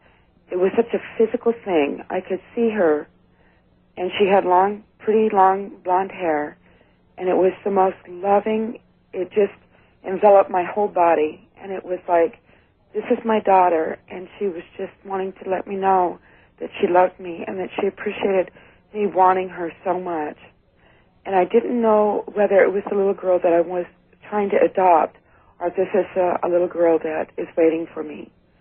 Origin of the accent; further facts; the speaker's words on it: Sacramento, California, United States; And I'm from Sacramento, California.